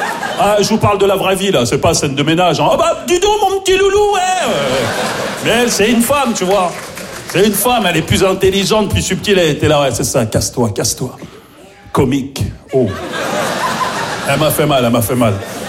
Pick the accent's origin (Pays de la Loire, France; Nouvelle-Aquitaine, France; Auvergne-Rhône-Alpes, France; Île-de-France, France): Île-de-France, France; Maisons-Alfort; born or raised there